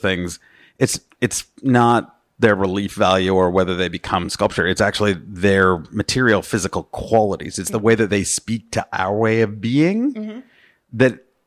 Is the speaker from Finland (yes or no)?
no; Western Canada, Canada; I am still a Canadian.